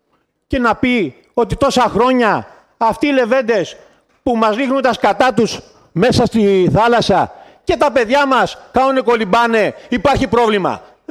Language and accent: Greek; Corfu, Ionian Islands, Greece; εμείς οι Κερκυραίοι